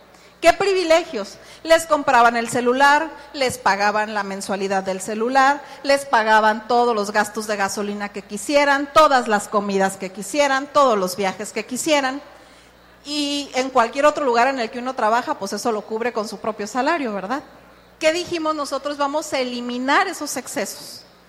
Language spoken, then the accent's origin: Spanish; Cuauhtémoc, Colima, Mexico; Yo soy del municipio de Cuauhtémoc, entonces ya para estudiar mi carrera tenía que venir a Colima, pagar transporte todos los días